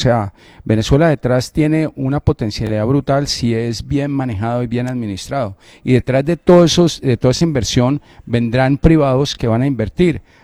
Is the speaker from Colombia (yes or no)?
yes; Bucaramanga, Santander, Colombia; Bucaramanga, yo que me crié en Bucaramanga, de chiquito.